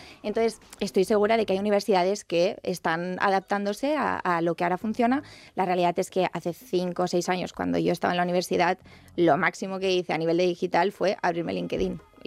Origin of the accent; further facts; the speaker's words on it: Barcelona, Catalonia, Spain; Soy de Barcelona.